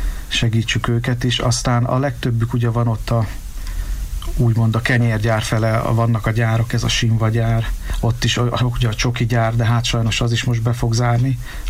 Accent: Miskolc, Borsod-Abaúj-Zemplén, Hungary; én az Avason nőttem fel, aztán már most 12 éve vagyunk együtt a feleségemmel, és akkor így ő általa kerültem én oda le erre a környékre.

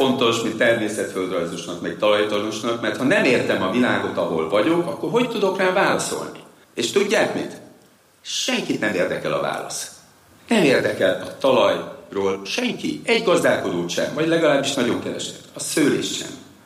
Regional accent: Hungary

